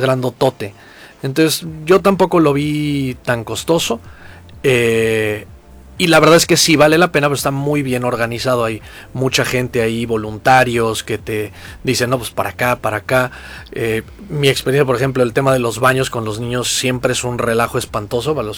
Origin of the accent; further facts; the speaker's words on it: Mexico; porque somos los mexicanos los que estamos llenando los estadios en los tres países